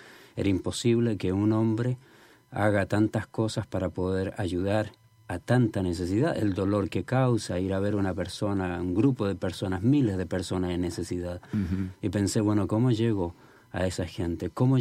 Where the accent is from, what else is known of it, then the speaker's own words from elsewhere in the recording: Chile; also born or lived in Ecuador; now in United States; yo haya tenido también la oportunidad de estar aquí en los Estados Unidos y originalmente de Chile, salir de Chile, ir al Ecuador a vivir por tanto tiempo